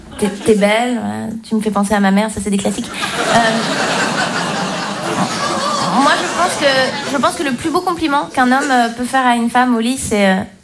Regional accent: Romandy, Switzerland

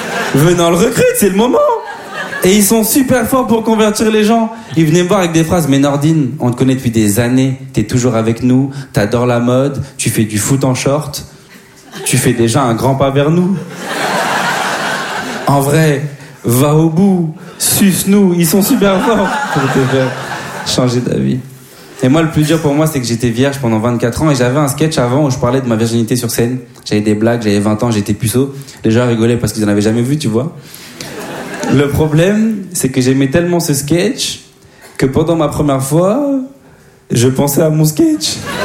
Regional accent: DR Congo; Hey, moi, je suis congolais, hein. On aime les femmes, mais on préfère les vêtements.

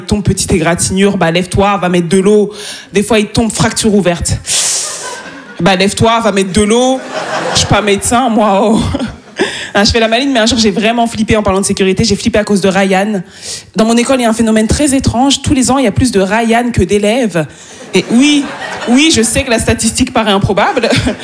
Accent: Île-de-France, France; born there; C'est peut-être parce que je suis née dans le Val-d'Oise

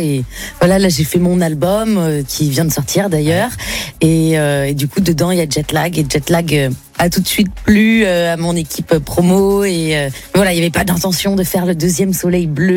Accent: Rennes, Brittany, France; born there; je suis née en Bretagne.

